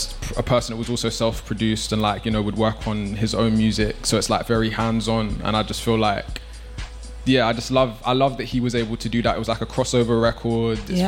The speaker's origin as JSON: {"language": "English", "region": "London", "country": "United Kingdom", "tie": "born or raised there", "said": "I'm from Battersea, born and raised."}